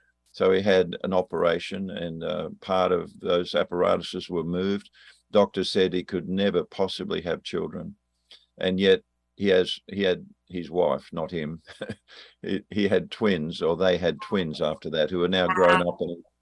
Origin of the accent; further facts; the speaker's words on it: Australia; accent: Australian; moved away; as an Australian. If you're wondering what the accent is, I'm an Australian.